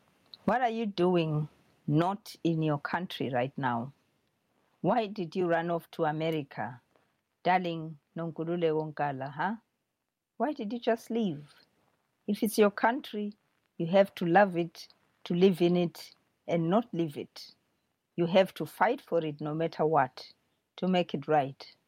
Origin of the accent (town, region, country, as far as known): Zimbabwe; moved away